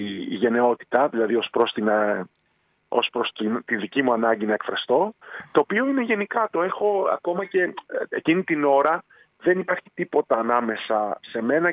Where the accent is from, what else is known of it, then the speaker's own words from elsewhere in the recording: Chalkida, Central Greece, Greece; το χωριό μου, η Χαλκίδα δηλαδή.